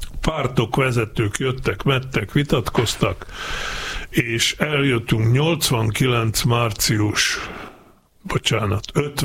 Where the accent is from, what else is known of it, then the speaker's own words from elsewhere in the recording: Balog nad Ipľom, Banská Bystrica Region, Slovakia; az én szülőfalumtól, Ipolybaloktól 7 kilométer